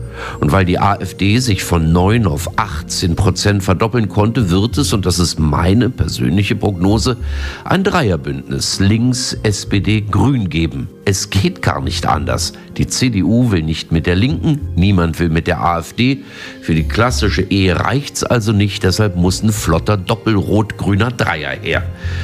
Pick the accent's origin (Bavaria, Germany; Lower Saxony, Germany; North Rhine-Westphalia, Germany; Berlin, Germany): Berlin, Germany; sag ich als Berliner.